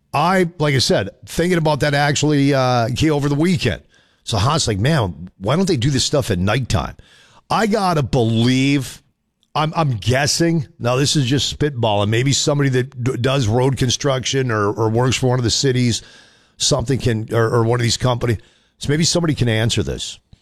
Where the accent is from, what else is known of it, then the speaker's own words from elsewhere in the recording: Minnesota, United States; Man, my home state. What has happened?